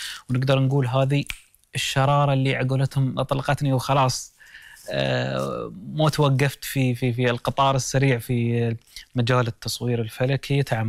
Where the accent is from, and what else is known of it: United Arab Emirates